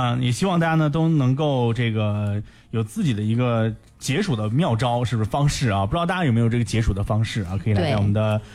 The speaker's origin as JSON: {"language": "Chinese", "region": "Shanxi", "country": "China", "said": "不过咱们山西人都小气是不是啊"}